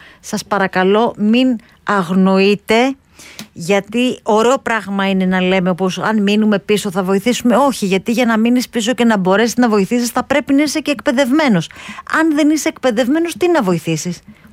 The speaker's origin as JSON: {"language": "Greek", "town": "Magoula", "country": "Greece", "tie": "born or raised there", "said": "Θυμάμαι ως πιτσιρέκι που πήγαινα στη Μαγούλα γιατί εκεί ήταν το χωριό μου."}